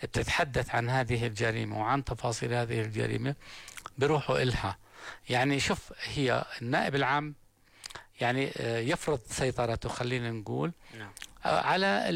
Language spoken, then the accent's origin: Arabic; Jordan; احنا في عندنا بالاردن